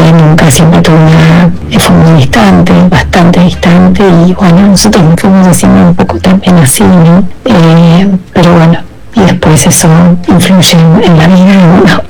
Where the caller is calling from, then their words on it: Neuquén, Argentina; de Neuquén